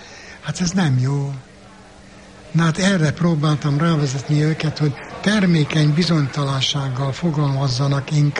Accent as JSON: {"language": "Hungarian", "region": "Székely Land", "country": "Romania", "tie": "born or raised there", "said": "Én székely vagyok, a legkeletibb magyar törzs egyik törzsökös tabja, amióta apám, anyám visszaemlékszik, és magam is, mind ott dőttünk fel, és odavalók vagyunk."}